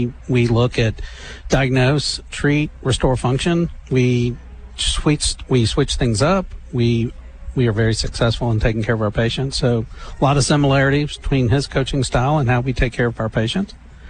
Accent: Memphis, Tennessee, United States; I'm going to give you a really short story. 1967, I grew up in Memphis.

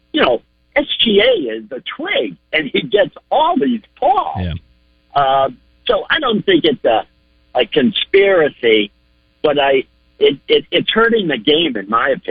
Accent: Boston, Massachusetts, United States; I am from Boston

